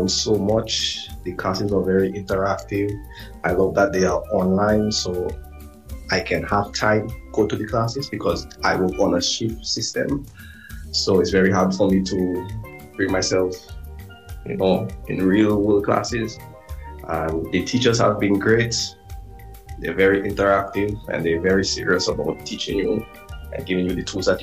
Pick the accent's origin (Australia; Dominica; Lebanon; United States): Dominica; Concord; I'm from Concord, and I'm currently a plant operator at the geothermal plant in Dominica.